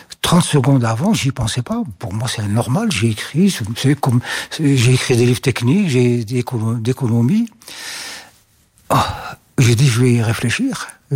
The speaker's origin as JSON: {"language": "French", "country": "Algeria", "said": "je vis en Algérie."}